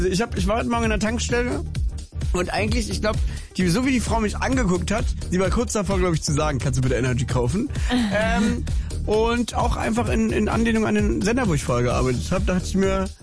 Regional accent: Brandenburg, Germany; Na, ich bin Brandenburger

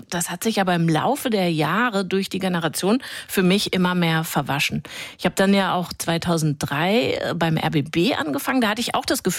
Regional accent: Hesse, Germany; accent: Hessian; moved away as an adult; now in Berlin, Germany; Ich bin aus Hessen, 1973 dort zur Welt gekommen und zum Studium mit dem großen Track in den 90er Jahren nach Berlin.

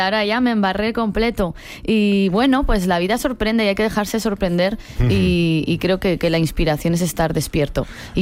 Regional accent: Spain; yo soy española, somos brutos hablando.

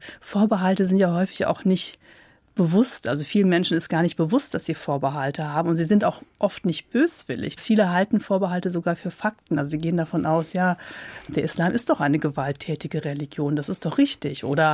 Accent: Rhineland, Germany; born there; accent: slight Rhineland accent

